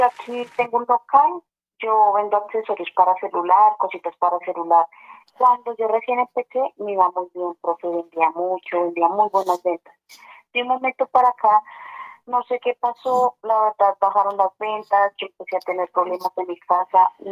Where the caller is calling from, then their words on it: Machetá, Cundinamarca, Colombia; Desde Macheta, Cundinamarca